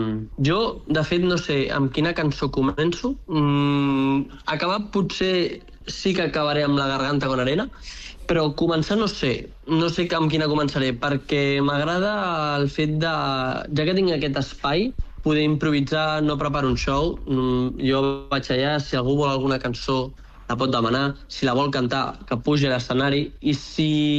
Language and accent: Catalan; Sant Just Desvern, Catalonia, Spain; Sí, soc de Sant Just, d'Esvern.